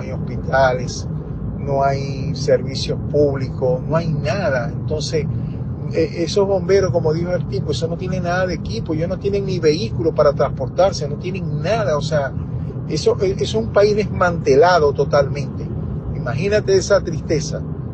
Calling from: Venezuela; Soy venezolano

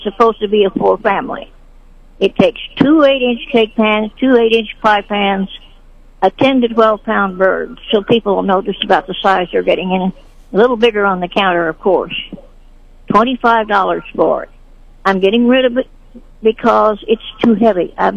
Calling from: Sedalia, Missouri, United States; I'm from Sedalia

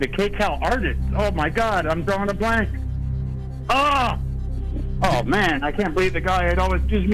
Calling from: Redlands, California, United States; I'm calling out of Redlands. Right now I'm out in Rancho Cucamonga installing an air conditioner.

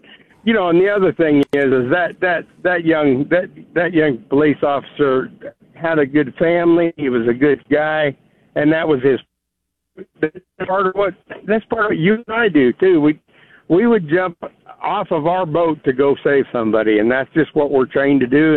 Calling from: Bella Vista, Arkansas, United States; I'm calling from Lone Oak, but I'm actually from Northwest Arkansas, Bella Vista.

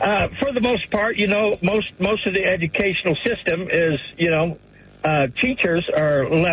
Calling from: Rock Springs, Wyoming, United States; And I am Native American, born and raised on the reservation.

